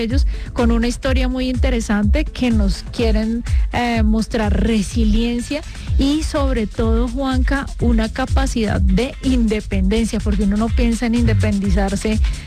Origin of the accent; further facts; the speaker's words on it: Colombia; como buena colombiana que soy y rumbera